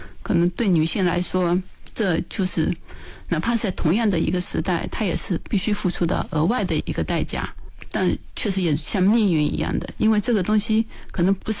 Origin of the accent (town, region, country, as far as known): China